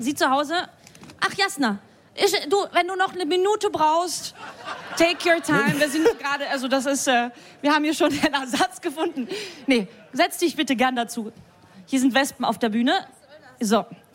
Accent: Bulgaria; Bin Bulgarin. Ich werde damit geboren.

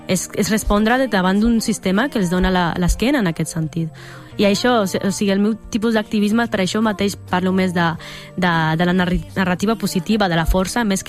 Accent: Catalonia, Spain; jo he crescut i visc allà, al barri de la Mina, i bàsicament forma part del que soc, no? Quan em pregunta d'on ets... Abans potser et dic que soc del barri de la Mina, que et dic que soc del pares marroquins o de Barcelona

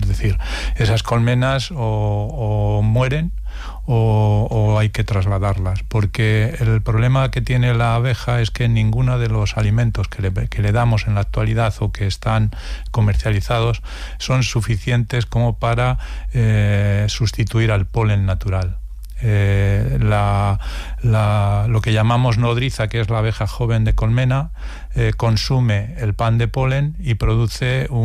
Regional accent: Porzuna, Castilla-La Mancha, Spain; A los 8 años tuve mi primer contacto en mi pueblo. Yo soy de Ciudad Real, de Porzuna.

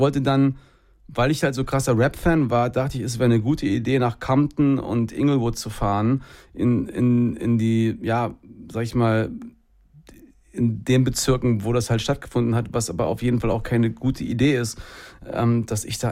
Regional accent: Hesse, Germany; born there; moved away as an adult; also born or lived in Los Angeles; also ich bin im Dorf groß geworden, so, hab dann in Gießen mein Abi gemacht

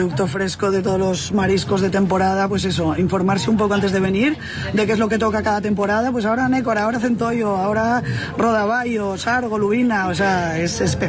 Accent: Tazones, Asturias, Spain; ¿de dónde eres? De Tazones

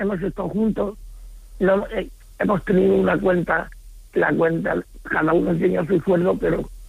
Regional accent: Córdoba, Andalusia, Spain; now in Alicante, Spain; Estoy en Alicante, pero soy cordobés.

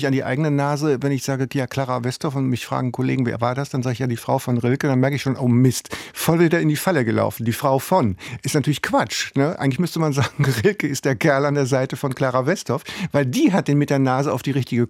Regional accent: Rhineland, Germany; Mir als Rheinländer

